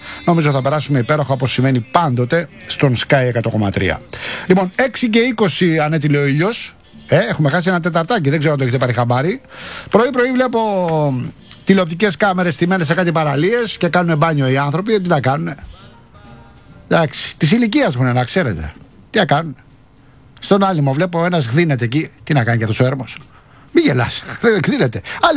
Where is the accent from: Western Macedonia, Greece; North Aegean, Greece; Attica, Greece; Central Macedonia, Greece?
Attica, Greece; Rafina; Έπαιρνα εγώ στην Αθήνα, στη Ραφίνα, στην πατρίδα μου τηλέφωνο τότε.